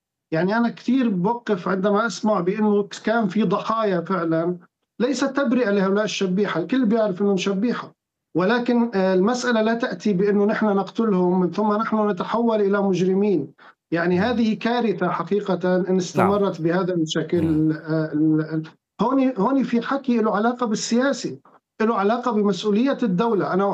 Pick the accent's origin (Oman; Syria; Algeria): Syria; بشكل مستفز لنا كسوريين ولذوي الضحايا